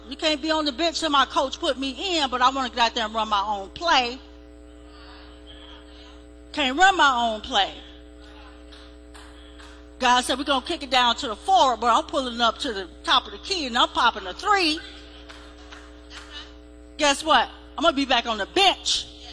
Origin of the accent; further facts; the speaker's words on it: the South, United States; Growing up in the South